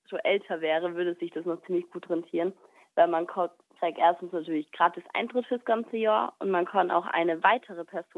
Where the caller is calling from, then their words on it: Innsbruck, Tyrol, Austria; Von Innsbruck.